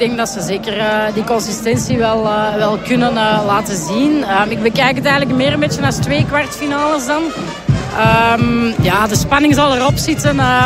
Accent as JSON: {"language": "Dutch", "country": "Belgium", "said": "En dat toont maar dat wij als klein Belgenlandje toch wel iets kunnen."}